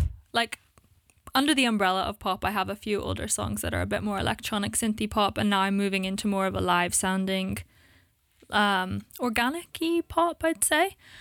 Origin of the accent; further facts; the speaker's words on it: Canada; born there; Okay, so I was born in Canada and my mum's from Canada, so half of my family lived there